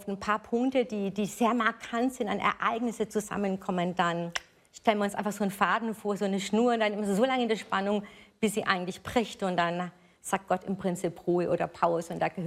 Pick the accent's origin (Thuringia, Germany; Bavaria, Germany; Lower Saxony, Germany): Bavaria, Germany; Nuremberg; ich komme aus Nürnberg